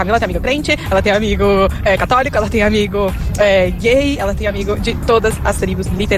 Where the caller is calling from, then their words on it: São Paulo, Brazil; Sou da BC Paulista, São Paulo.